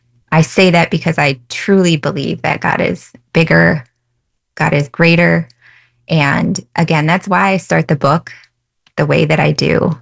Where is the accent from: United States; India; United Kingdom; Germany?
United States; Minnesota; I grew up right here in Minnesota, born and raised.